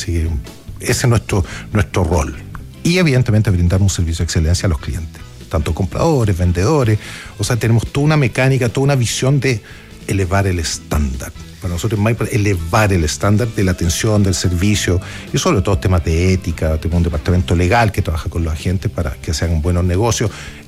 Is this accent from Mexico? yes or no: no; Argentina; now in Chile; la verdad es que crecí, nací en Chile, pero crecí en la Argentina